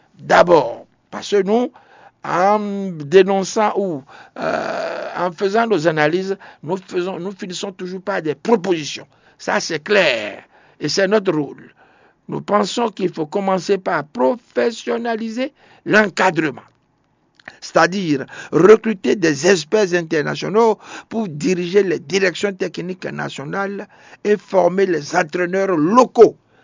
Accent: Benin; Nous sommes tous des Béninois.

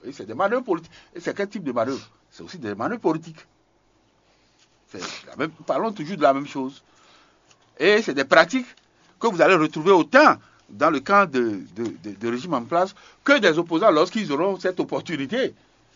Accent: Benin; même chez nous, chez moi au Bénin.

